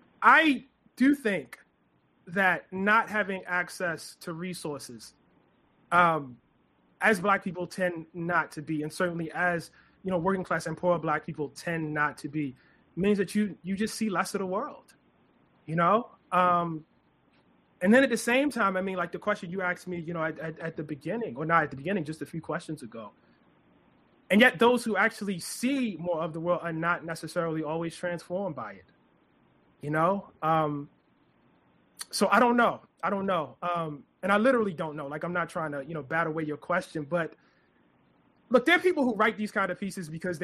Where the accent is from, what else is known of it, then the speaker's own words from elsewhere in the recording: Baltimore, Maryland, United States; accent: Baltimore; my Baltimore accent